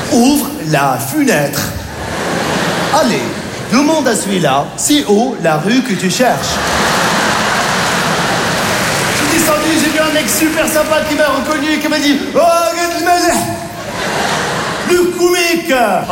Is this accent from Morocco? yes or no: yes; Morocco; born there; Je suis né au Maroc